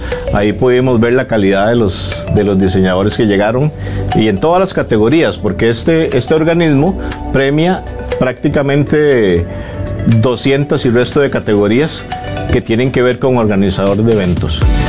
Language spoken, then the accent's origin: Spanish; Siquirres, Limón, Costa Rica; Y creo que es la primera vez que un costarricense gana esto, que un limonense. Yo soy de Siquirres, así que estoy orgulloso del premio que nos dieron.